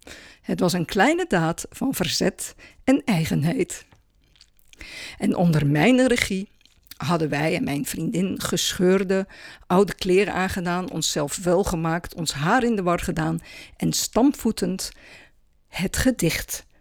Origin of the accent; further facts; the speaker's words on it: Randstad, Netherlands; accent: Randstad; Mijn accent is van de Randstad.